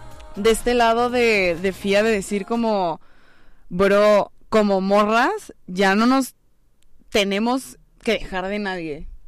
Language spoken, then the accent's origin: Spanish; Mexico City, Mexico; De la Ciudad de México, Chilanga.